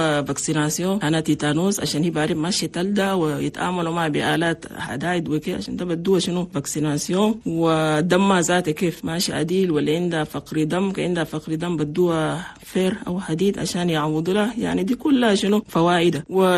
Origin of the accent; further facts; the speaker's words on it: Chad; لأن نحن عندنا في تشاد نسبة موت عن الأمهات اللي بموتوا فيه ولادها كتير مرة واحد